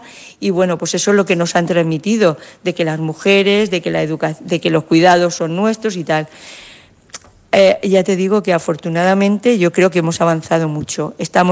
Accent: Elche, Valencian Community, Spain; porque vengo de Elche, de la Comunidad Valenciana

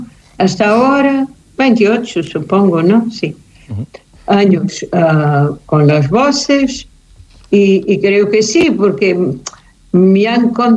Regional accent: Portugal; born there; first language Portuguese; Spanish is a second language; Pero con frases que en otro sitio de Portugal no existen, pero sí en el sitio donde yo nací, que es el sur de Portugal.

